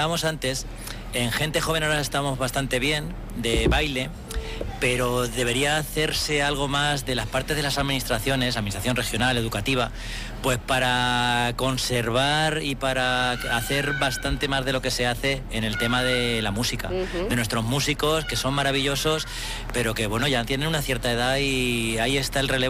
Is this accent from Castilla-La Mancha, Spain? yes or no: yes; Castilla-La Mancha, Spain; yo soy de la zona, soy del Valle Estero, y mi padre es bonillero